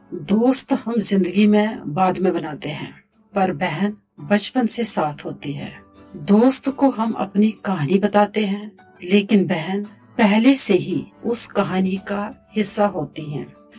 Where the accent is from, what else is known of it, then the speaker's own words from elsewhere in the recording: Jammu, Jammu and Kashmir, India; मैं जम्मू से हूँ। मैंने कश्मीर यूनिवर्सिटी से ग्रेजुएशन की है और जम्मू यूनिवर्सिटी से पोस्ट ग्रेजुएशन की है।